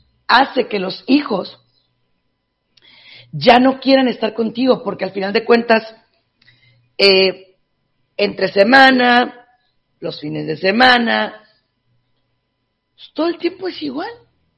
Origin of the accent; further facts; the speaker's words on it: Jerez, Zacatecas, Mexico; moved away; Yo tuve el honor de nacer en un pueblo que amo mucho. Bueno, es que ya ni siquiera sé si es pueblo o ciudad, pero lo amo mucho. Yo soy de Zacatecas, yo soy de Jerez, Zacatecas.